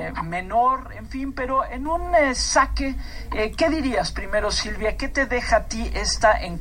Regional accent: Mexico; ¿Cómo somos los mexicanos?

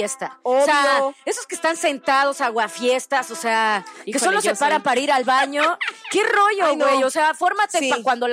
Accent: Mexico; mexicanos.

